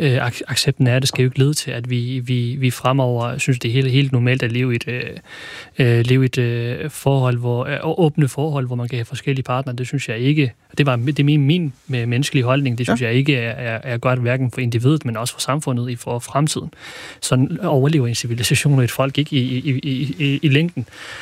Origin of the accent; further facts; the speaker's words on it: Iraq; now in Denmark; Jeg er kurder fra Irak oprindeligt.